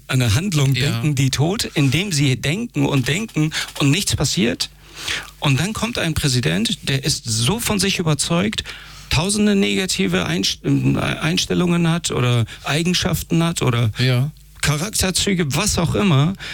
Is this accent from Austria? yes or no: no; Iran; moved away; man hat wirklich auch als Iraner direkten Kontakt und erlebt das auch.